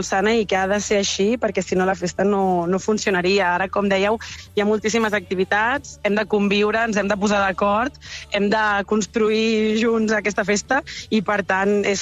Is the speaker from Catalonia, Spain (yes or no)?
yes; Granollers, Catalonia, Spain